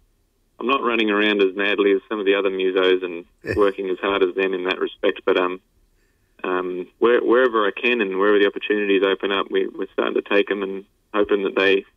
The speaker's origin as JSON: {"language": "English", "town": "Dubbo", "region": "New South Wales", "country": "Australia", "tie": "born or raised there", "also_born_or_lived": "Bourke", "said": "I grew up, I was born in Bourke, mate, but I mainly grew up in Dubbo, in the central west of New South Wales there, and I grew up raised by a couple of school teachers, big agricultural district, and went to school here"}